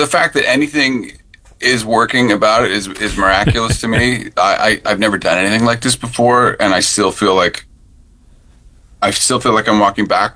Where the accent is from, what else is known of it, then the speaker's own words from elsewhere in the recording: Ontario, Canada; I was in Winterton a lot as a kid in the summers, even though I grew up in Ontario, but my mom is from Newfoundland. She was born in Bonavista.